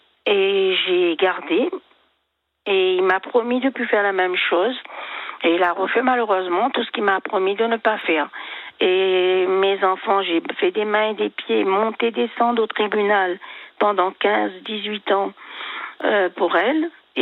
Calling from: Le Tampon, Réunion; Je suis au tampon.

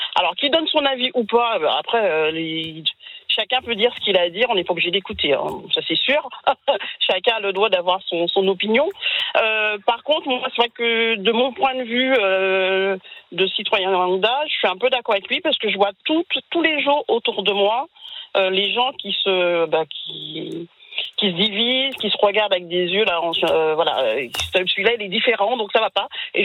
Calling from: Hauts-de-France, France; De l'Aisne.

